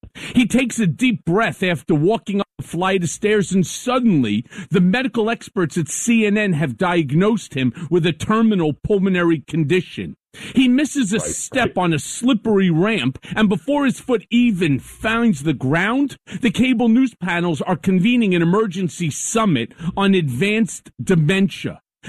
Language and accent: English; New York, United States; it's something that's extremely, extremely personal to me as a New Yorker.